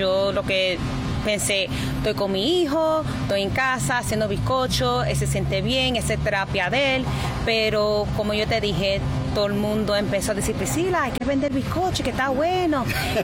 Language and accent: Spanish; Philadelphia, Pennsylvania, United States; Yo nací aquí en Filadelfia, so I'm